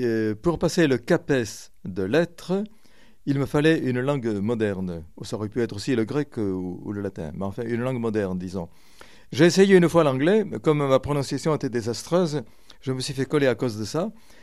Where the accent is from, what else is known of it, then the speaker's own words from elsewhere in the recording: Lavaur, Occitanie, France; born there; also born or lived in Paris region; now in Castres, France; je suis originaire de Lavaur, qui est à la limite de l'Auragais. Mais suite au concours du CAPES d'Occitan, je me suis retrouvé en poste, effectivement, à Castres en 1992.